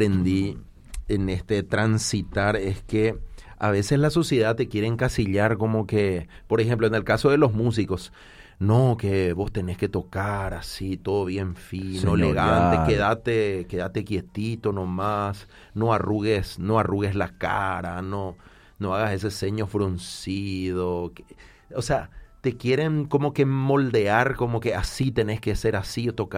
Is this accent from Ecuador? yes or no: no; Paraguay; Y yo soy de Paraguay.